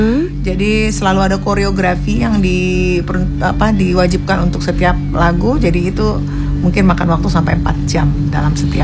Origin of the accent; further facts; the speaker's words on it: Lampung, Indonesia; Jadi kan kita berasal dari Lampung